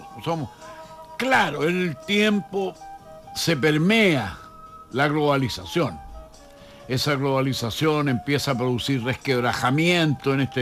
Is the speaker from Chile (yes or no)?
yes; Chile; born there; Yo soy chileno porque yo quiero esta tierra, porque esta es mi tierra donde yo nací. Bueno, los padres míos, que también son chilenos